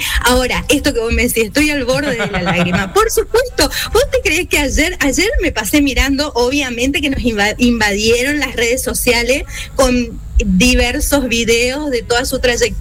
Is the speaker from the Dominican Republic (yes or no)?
no; Argentina